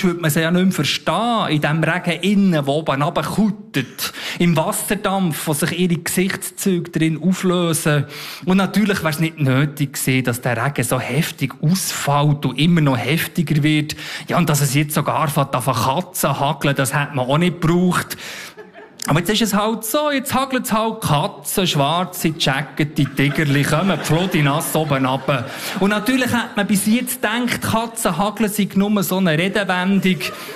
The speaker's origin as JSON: {"language": "German", "region": "Bern", "country": "Switzerland", "lives_now": "Zurich, Switzerland"}